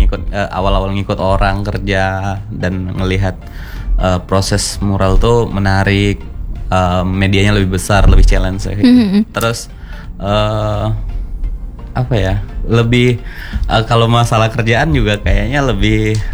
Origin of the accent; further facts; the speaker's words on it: Landak, West Kalimantan, Indonesia; born there; Aku lahir di Kabupaten Landak. Kakak tak mungkin tahu. Sekitar 3-4 jam lah dari Pontianak.